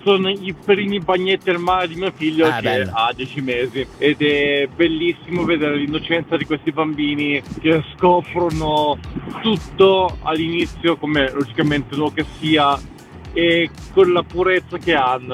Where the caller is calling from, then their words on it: Cuneo, Piedmont, Italy; da Cuneo.